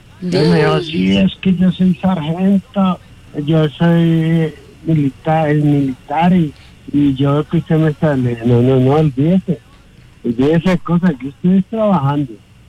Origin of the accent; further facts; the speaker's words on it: Ibagué, Tolima, Colombia; Vivía de harto tiempo, soy de Ibagué.